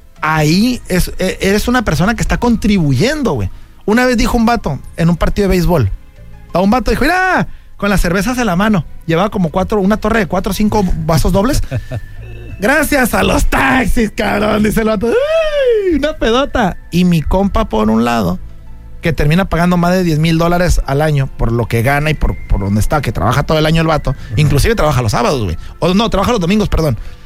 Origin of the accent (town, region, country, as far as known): Mexico; now in United States